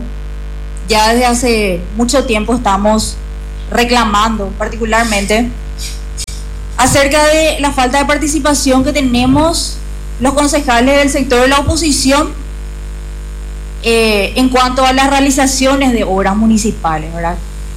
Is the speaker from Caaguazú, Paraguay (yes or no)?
no; Luque, Central, Paraguay; A mí me duele como paraguaya, como ciudadana luqueña